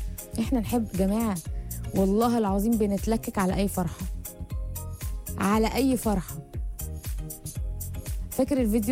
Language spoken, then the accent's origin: Arabic; Egypt; احنا كمصريين